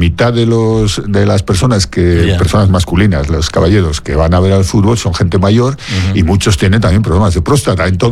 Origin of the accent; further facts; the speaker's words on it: San Sebastián, Basque Country, Spain; no como yo, que soy donostiarra